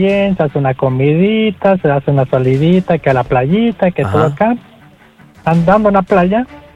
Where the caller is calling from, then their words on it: Guadalajara, Jalisco, Mexico; En Guanatos.